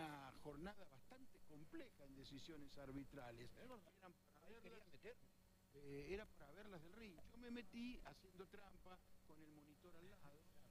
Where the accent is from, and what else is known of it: Argentina